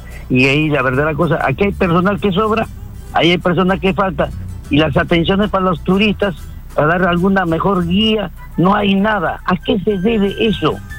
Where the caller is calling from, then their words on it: Lima, Peru; Llamamos desde San Juan de Lurigancho, de Lima.